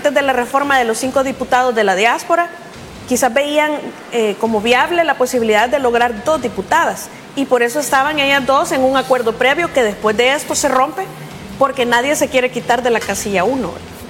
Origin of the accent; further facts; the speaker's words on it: El Salvador; lo que esperamos como salvadoreños es no retroceder.